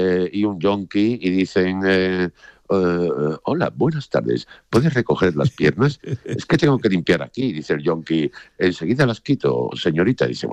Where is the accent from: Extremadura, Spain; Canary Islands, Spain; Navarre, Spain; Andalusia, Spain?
Andalusia, Spain; accent: Andalusian; moved away as an adult; also born or lived in Madrid; porque soy andaluz